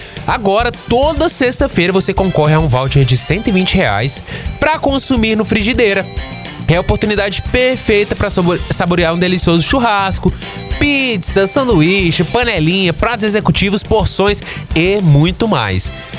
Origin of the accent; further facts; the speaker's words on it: Goiás, Brazil; Toma um cafezinho como um bom goiano.